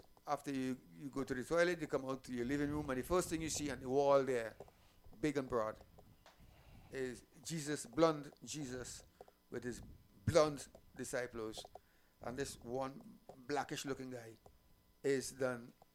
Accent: St. Vincent & Grenadines; born there; now in Sint Eustatius; And I think in most homes here in Stasia, because I'm from St. Vincent

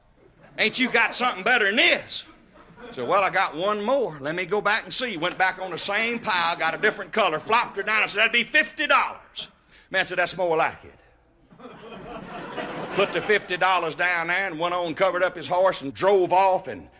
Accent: Mississippi, United States; Where I grew up in Abbott County, Mississippi, we had two country stores.

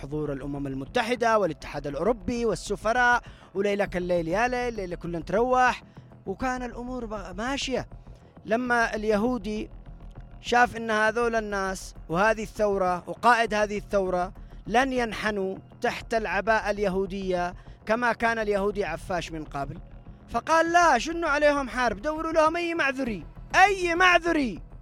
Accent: Yemen

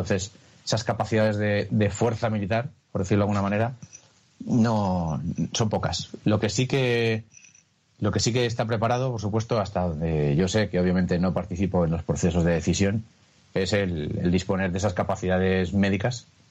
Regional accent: Spain; moved away; Pues la verdad es que hay un poco de impotencia. Como español ahora mismo es un poco de impotencia, ¿no? De ver desde la distancia, porque yo veo, sigo las noticias de España

